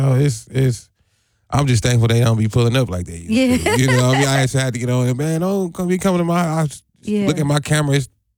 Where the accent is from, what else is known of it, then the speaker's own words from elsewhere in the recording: United States; North Side, you know, Burleigh. Yeah. I grew up on 38, 41st.